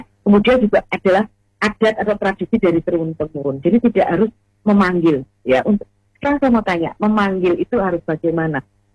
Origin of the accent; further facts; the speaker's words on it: Java, Indonesia; Bureh kalau kita orang Jawa itu kan diburehkan ya, ditaruh di badan, diburehkan gitu.